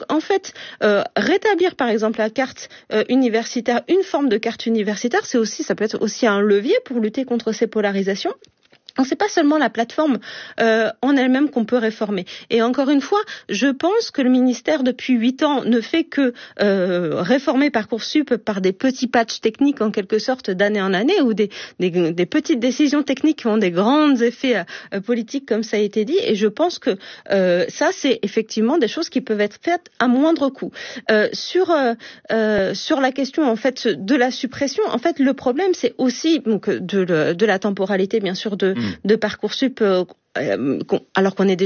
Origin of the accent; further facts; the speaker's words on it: Saint-Quentin-en-Yvelines, Île-de-France, France; moi je viens de Saint-Quentin en Yvelines par exemple, si j'avais eu 18 ans il y a quelques années